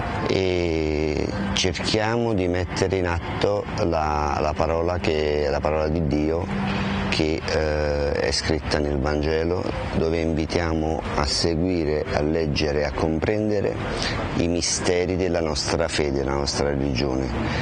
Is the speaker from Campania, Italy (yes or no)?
yes; Naples, Campania, Italy; Salve a tutti … veniamo da Napoli, siamo venuti qua a Medjugorje a cercare di cambiare il nostro cuore.